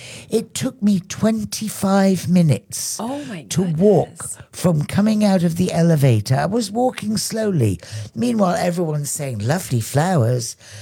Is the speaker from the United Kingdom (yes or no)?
yes; England, United Kingdom; now in Dominica; I'm English.